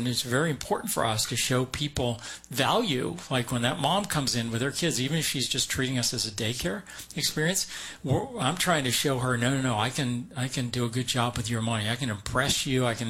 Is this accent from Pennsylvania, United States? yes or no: no; Maine, United States; now in Fresno, United States; I grew up in Maine.